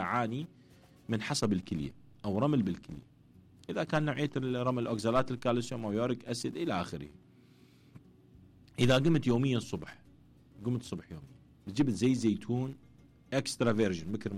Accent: Iraq; احنا كمنطقه عراقيين

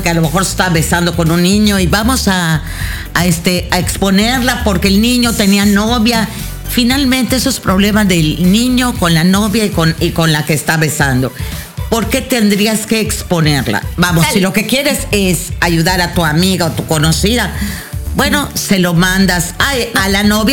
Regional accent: Mérida, Yucatán, Mexico; yo crecí en la García Jiménez

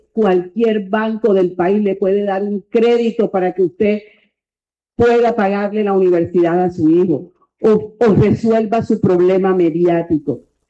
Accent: Turbaco, Bolívar, Colombia; como mujer, como madre, como hija turbaquera, nacida, criada y nunca me he ido de Turbaco. Siempre he estado aquí en Turbaco

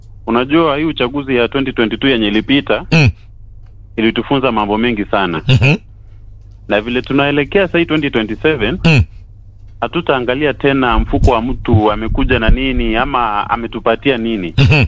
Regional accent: Nyamira County, Kenya; ni huko nyumbani kwetu Borabu.

